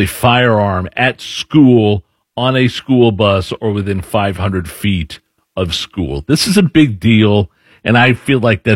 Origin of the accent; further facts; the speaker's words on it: Lisdon, Indiana, United States; but I grew up in Lisdon, Indiana.